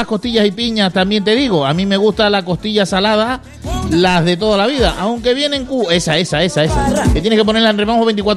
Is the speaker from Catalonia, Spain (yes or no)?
no; La Orotava, Canary Islands, Spain; de Benijo, de La Orotava.